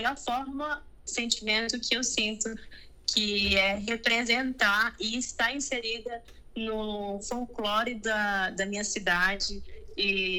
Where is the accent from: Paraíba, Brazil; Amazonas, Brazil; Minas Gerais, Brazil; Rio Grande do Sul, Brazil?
Amazonas, Brazil; Tabatinga; Por exemplo, eu sou de Tabatinga, só que eu não conhecia.